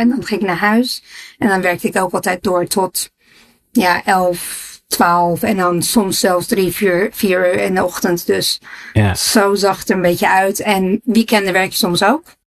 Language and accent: Dutch; Mijdrecht, Utrecht, Netherlands; moved away as an adult; also born or lived in United States; now in England, United Kingdom; Ik ben in Meidrecht geboren en getogen.